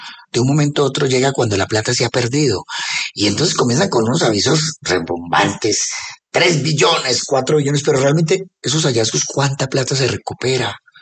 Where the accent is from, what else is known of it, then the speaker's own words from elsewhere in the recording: Colombia; Yo también me pregunto eso como colombiano.